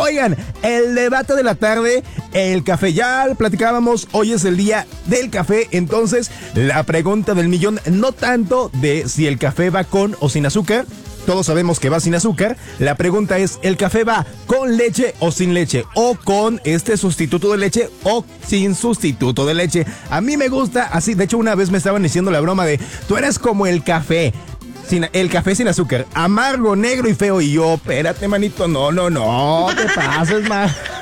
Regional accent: Puebla, Mexico; Si un día alguien se quiere poner la camiseta del Puebla, la de mi tierra

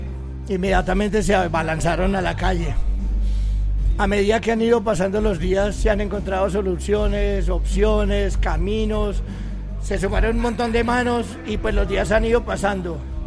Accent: Pereira, Risaralda, Colombia; yo soy pereirano

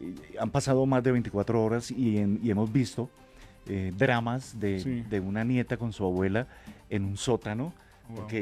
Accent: Colombia; lo resolvemos todos como, sí, colombianos

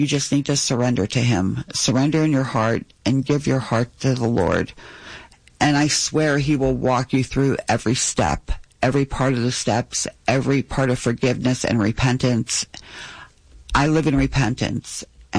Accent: McKees Rocks, Pennsylvania, United States; Even my neighborhood, I'm from McKees Rocks.

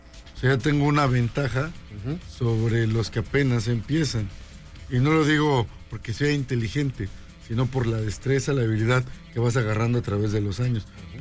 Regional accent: Tlaxcala, Mexico; Yo en mi pueblo vengo de Tlaxcala

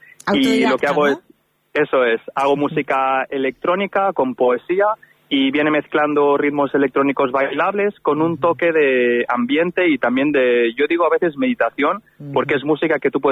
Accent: Galicia, Spain; yo soy gallego

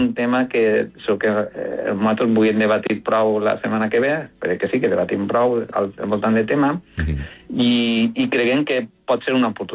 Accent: L'Olleria, Valencian Community, Spain; que jo soc d'Olleria, visquen allà a l'Homan Ferit, sí. Soc ja mig adoptat, o sigui, soc mig

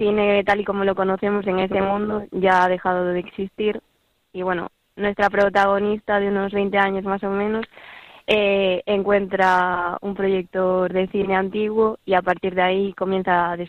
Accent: O Porriño, Galicia, Spain; yo soy de Porriño

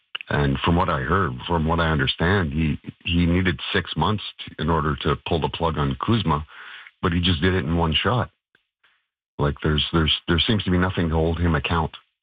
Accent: Sault Ste. Marie, Ontario, Canada; Well, like I said, I come from Sault Ste. Marie, so we've been hit pretty hard by the tariffs here.

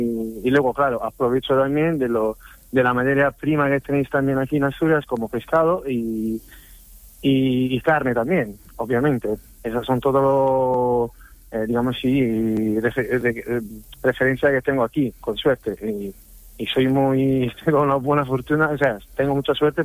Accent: Campania, Italy; Spanish is a second language; now in Oviedo, Spain; soy del sur de Italia, de zona de Nápoles.

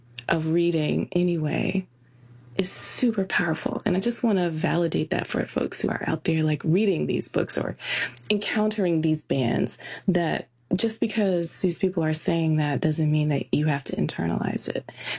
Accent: Michigan, United States; so it was very valuable for me as a writer to be recognized by my home state and to be able to reconnect with some family and friends in Michigan

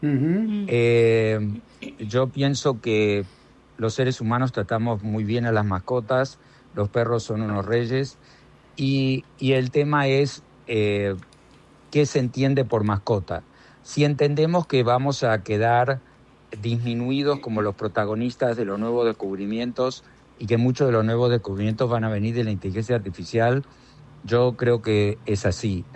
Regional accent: Buenos Aires, Argentina; born there; siendo ciudadano argentino, porque yo soy ciudadano argentino, nacido en Buenos Aires

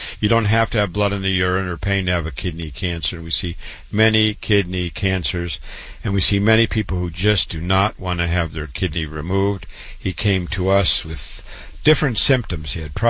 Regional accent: Waterloo, Iowa, United States; born and raised in Waterloo, Iowa, went to public school, university, MD at 25

